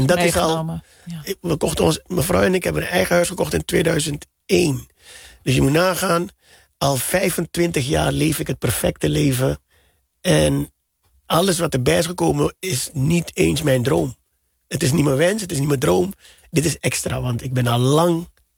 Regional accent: Suriname; now in Netherlands; Ik ben opgegroeid in Suriname in de jaren 80

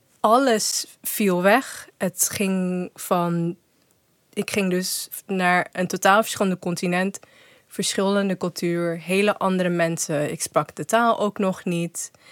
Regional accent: South Africa; ik ben Zuid-Afrikaans en ik ben Nederlanders

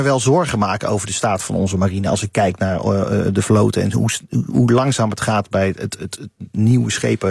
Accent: Vlissingen, Zeeland, Netherlands; Jamie, kijk, ik kom uit Vlissingen. Ik ging vroeger altijd naar de tewaterlating kijken van elk marineschip wat bij de Schelde te water werd gelaten.

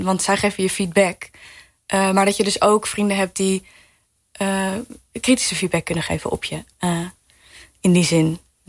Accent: Arnhem, Gelderland, Netherlands; born or raised there

